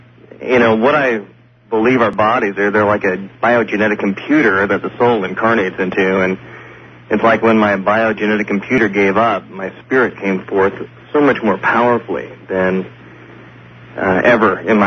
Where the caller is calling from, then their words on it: Vancouver, Washington, United States; I'm calling from Vancouver, Washington.